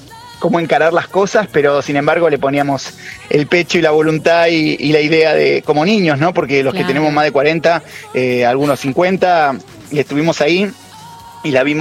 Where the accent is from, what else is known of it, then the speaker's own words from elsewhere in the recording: Banfield, Buenos Aires Province, Argentina; yo soy de Buenos Aires, soy de Banfield, sí, que es un pueblo al sur de la provincia